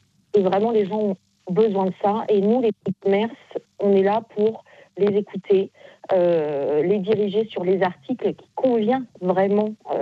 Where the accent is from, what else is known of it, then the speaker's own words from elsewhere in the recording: Bois-le-Roi, Normandy, France; Alors, moi, je suis de Bois-le-Roi, donc nous sommes 1300 habitants.